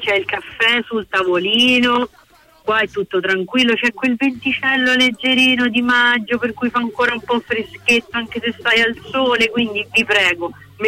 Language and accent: Italian; Ostia, Lazio, Italy; Non so se si percepisce dal mio dialetto. Cerco di parlare in dizione, è vero, delle mie origini teatrali, però io vengo da Roma, anzi posso dire da Ostia.